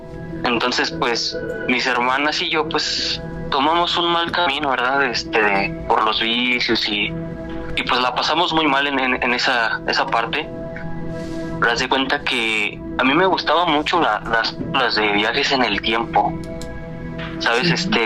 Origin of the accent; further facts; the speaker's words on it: San Francisco del Rincón, Guanajuato, Mexico; Soy de San Francisco del Rincón, Guanajuato.